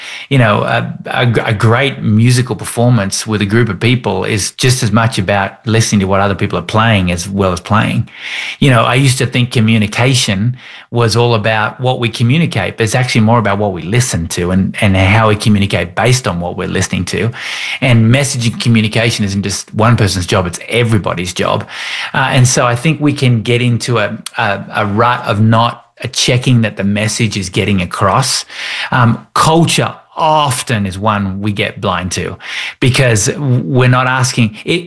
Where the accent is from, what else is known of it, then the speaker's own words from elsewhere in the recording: Australia; accent: Australian; I'm Australian because of my accent